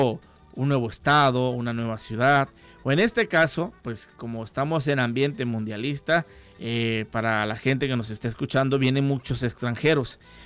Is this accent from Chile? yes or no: no; Tabasco, Mexico; esa es una forma que utilizamos los tabasqueños esta palabra